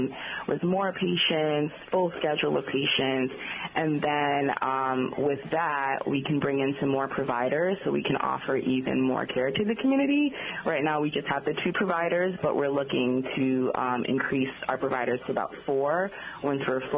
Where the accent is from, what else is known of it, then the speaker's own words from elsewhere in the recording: New Jersey, United States; moved away as an adult; now in Mansfield, Massachusetts, United States; I actually grew up in New Jersey, northern New Jersey.